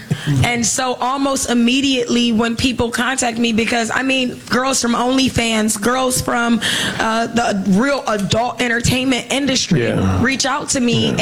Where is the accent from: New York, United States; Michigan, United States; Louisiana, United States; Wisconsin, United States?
Michigan, United States; Detroit; And I'm from Detroit. I am from the east side of Detroit